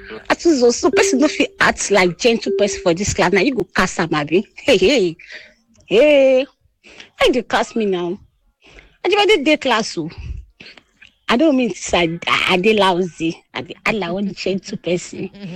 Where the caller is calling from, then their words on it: Cross River, Nigeria; I'm from Bukki in Cross River.